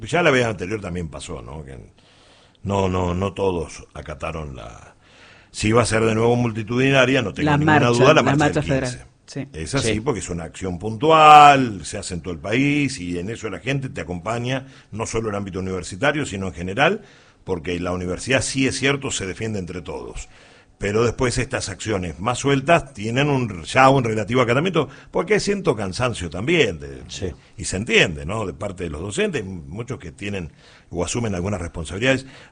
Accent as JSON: {"language": "Spanish", "country": "Argentina", "said": "Tiene 75 mil millones, somos 45 millones argentinos."}